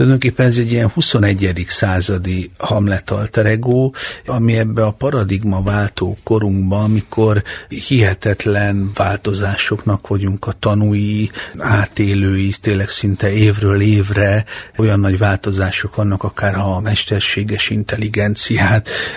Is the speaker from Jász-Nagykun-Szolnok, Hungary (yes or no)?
yes; Szolnok, Jász-Nagykun-Szolnok, Hungary; 10 évesen, bekerültem Szolnokon egy tehetséggondozó táborba, én szolnoki vagyok